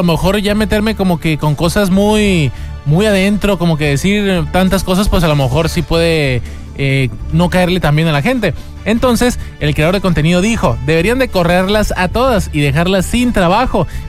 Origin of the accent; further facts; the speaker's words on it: Mexico; ¿Por qué nos esperamos como mexicanos a hacerlo hasta el último, güey?